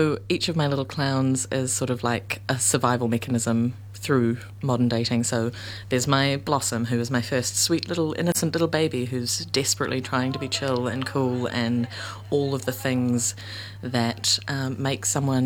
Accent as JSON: {"language": "English", "region": "Auckland", "country": "New Zealand", "tie": "born or raised there"}